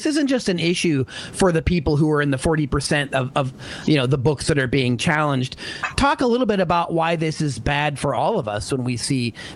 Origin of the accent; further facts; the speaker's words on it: Pennsylvania, United States; You know, even in my hometown, they were closing them. Western Pennsylvania, there were arguments about, you know, that led to closing the library for some time